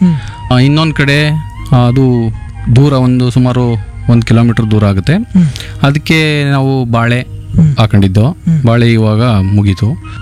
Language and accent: Kannada; Heggadadevanakote, Karnataka, India